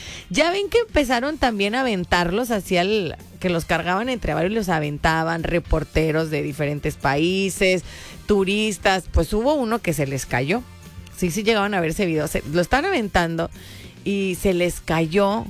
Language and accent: Spanish; Mexico